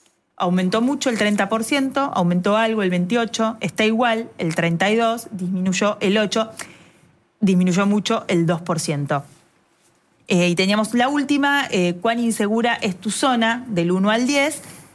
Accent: La Dulce, Buenos Aires Province, Argentina; Yo soy de La Dulce, un pueblito cerca de Necochea. Pasé muchos veranos en Mar del Plata, muchas vacaciones de invierno en Mar del Plata durante toda mi infancia, adolescencia, porque tenía mis tías, mis abuelas.

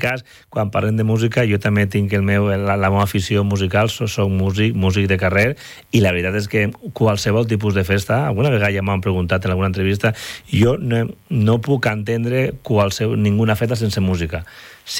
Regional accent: Real de Gandia, Valencian Community, Spain; el meu poble, el nostre poble, és un poble molt participatiu

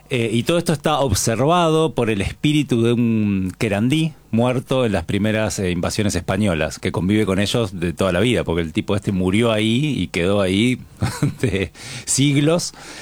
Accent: Monte Grande, Buenos Aires Province, Argentina; Yo soy del conurbano bonaerense, soy de Monte Grande

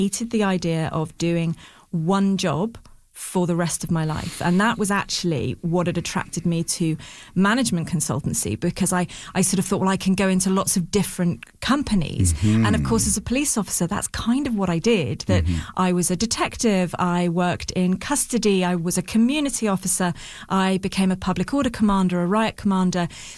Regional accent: United Kingdom; because I'm so British and so awkward

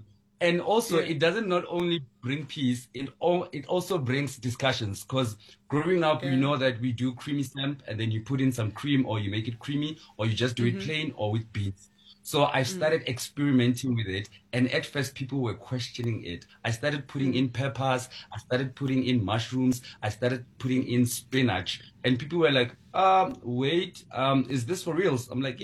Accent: Pretoria, Gauteng, South Africa; born there; I was born in Pretoria. I'm very comfortable with the language. Yes, Pitori, we call it Spitori. It's a subcultural language that we have in Pretoria.

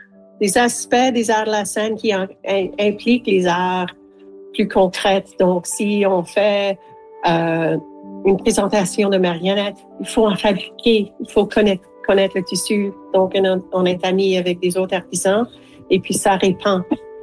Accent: Ontario, Canada; je viens de l'est de l'Ontario et nos produits sont plutôt le bois, le pierre et les vaches.

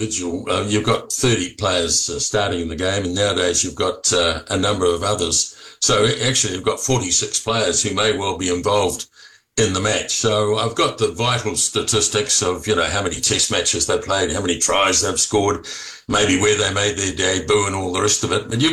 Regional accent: New Zealand; even though I'm a Kiwi. Right. I'm brought up in New Zealand and obviously support the All Blacks.

